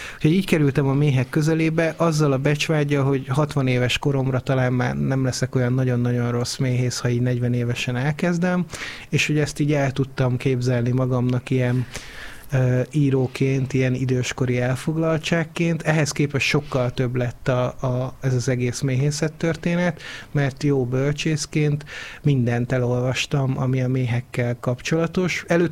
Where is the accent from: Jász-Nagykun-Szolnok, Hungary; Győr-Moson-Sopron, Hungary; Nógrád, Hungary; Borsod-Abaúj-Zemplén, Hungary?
Győr-Moson-Sopron, Hungary; moved away as an adult; also born or lived in Eger / Szeged / Budapest; now in Szentendre, Hungary; én egyébként eredetileg Egerbe születtem, egy Győr melletti kisfaluban nőttem fel, a Hanságba jártam középiskolába